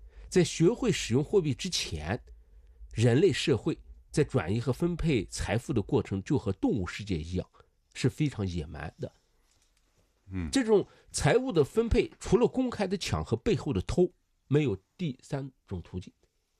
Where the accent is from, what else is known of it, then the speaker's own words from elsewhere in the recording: Xinjiang, China; 我呢是在新疆长大的，所以呢和新疆呢有感情